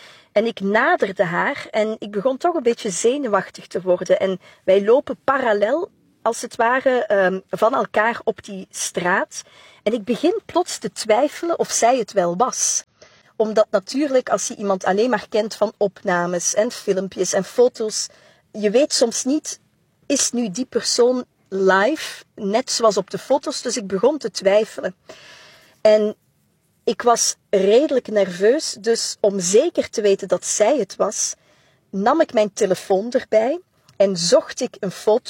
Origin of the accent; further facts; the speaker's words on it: Belgium; Ze vond het ongelooflijk dat ik uit België kwam.